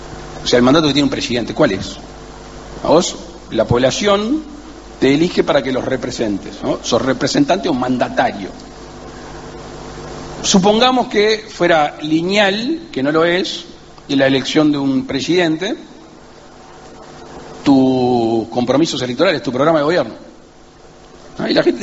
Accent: Uruguay

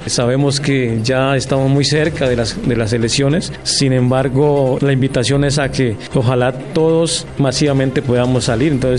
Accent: Colombia; Nosotros, como pueblos indígenas y que colombianos que somos

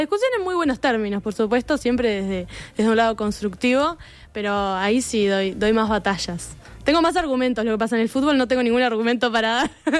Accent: Florida, Uruguay; now in Montevideo, Uruguay; Porque yo soy de Florida.

